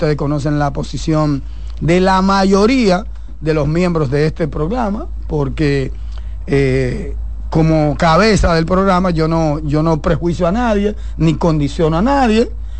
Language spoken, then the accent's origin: Spanish; Dominican Republic; ¿Qué yo desearía como dominicano?